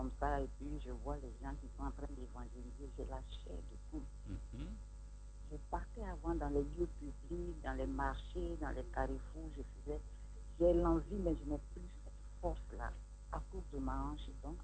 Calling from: Bingerville, Abidjan, Côte d’Ivoire; j'appelle de Bingerville.

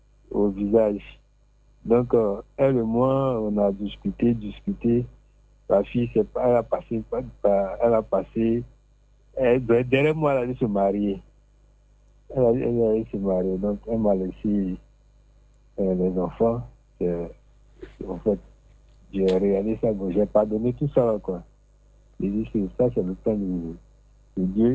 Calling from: Abidjan, Côte d’Ivoire; J'appelle d'Aboudoumé, Jérusalem.

